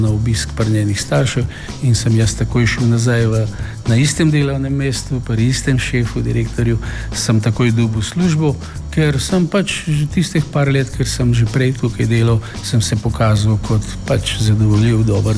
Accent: North Macedonia; moved away as an adult; now in Kranj, Slovenia; takrat v tistem času ni bilo toliko Makedoncev. V Kranju ne vem, če nas je bilo vse skupaj 10.

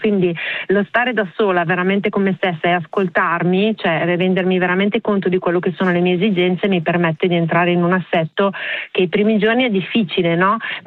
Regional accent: Milan, Lombardy, Italy; now in Porto San Giorgio, Italy; perché io sono nata e cresciuta a Milano, adesso mi sono trasferita nelle Marche, a Porto San Giorgio

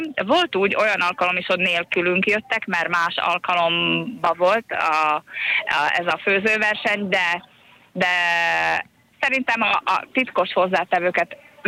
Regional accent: Nagyabony, Trnava Region, Slovakia; Nagyabanyból jöttünk Szlovákiába, felvidékről. Ez egy 1570 lelket számláló község

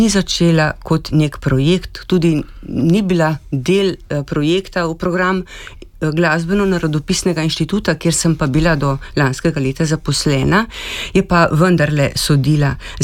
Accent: Kamnik, Central Slovenia, Slovenia; Namreč prihajam iz Kamnika in tam sem se že zelo zgodaj srečala s izročilom o Kamniškem jezeru.

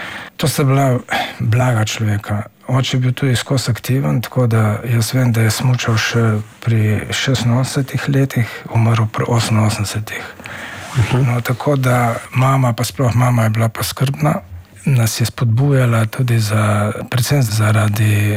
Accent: Hrastnik, Central Sava, Slovenia; moved away; tako da smo mi iz Hrastnika potem se pobrali leta 1964

